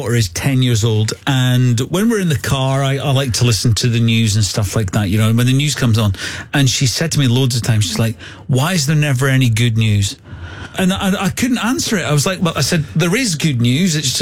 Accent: Scotland, United Kingdom; we are Scottish

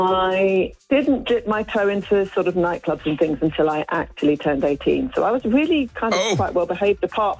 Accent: Staines, South East England, United Kingdom; born there; moved away as an adult; also born or lived in Blackwater, Hampshire; now in Nottingham, United Kingdom; First, I grew up in Staines, in Surrey, I think it's technically known as now. And then I lived in Hampshire. So, hence, I don't have a Midlands sort of accent.

